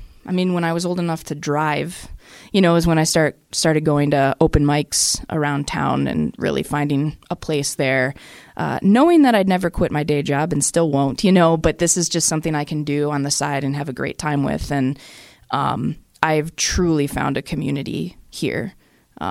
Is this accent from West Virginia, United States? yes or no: no; Ypsilanti, Michigan, United States; Near Ann Arbor, yeah. Ypsilanti, I got to say it. I can't say I'm from